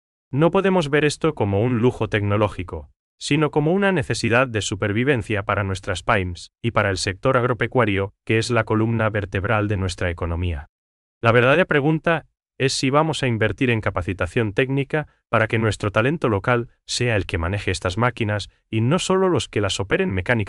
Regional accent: Paraguay; nos define como paraguayos.

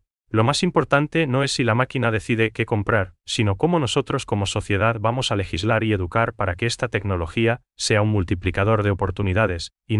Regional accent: Paraguay; locales para que no terminen siendo absorbidas por una estética genérica que borre lo que nos hace únicos como paraguayos.

